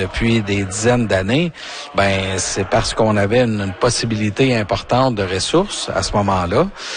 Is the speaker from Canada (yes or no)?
yes; Témiscamingue, Quebec, Canada; on a chez nous, au Témiscamingue, oui, des communautés autochtones.